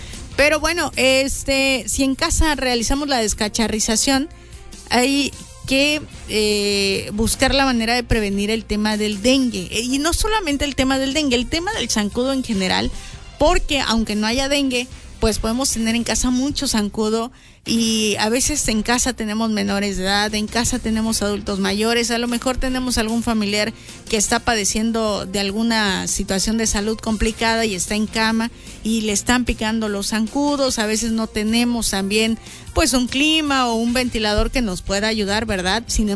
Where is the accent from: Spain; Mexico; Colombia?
Mexico